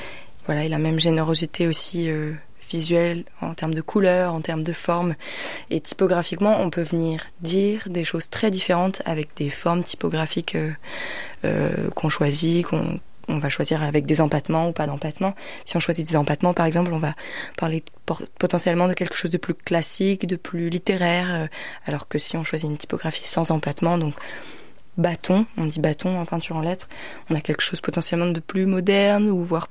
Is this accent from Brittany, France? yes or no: yes; Poulrosier, Brittany, France; j'ai grandi à Poulrosier